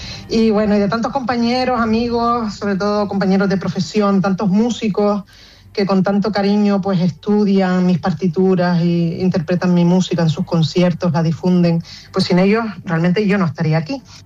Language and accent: Spanish; Vecindario, Canary Islands, Spain; yo me siento muy arraigada a mi tierra. Yo soy muy de vecindario del sureste de Gran Canaria, de mis orígenes, de Gran Canaria, de Canarias, a donde quiera que voy siempre va la palabra Canaria por delante.